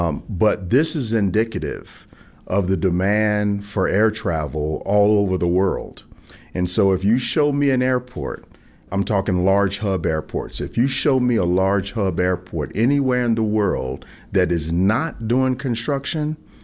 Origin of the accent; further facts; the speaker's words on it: Chicago, Illinois, United States; moved away; also born or lived in Los Angeles; You mentioned Chicago. That's my hometown.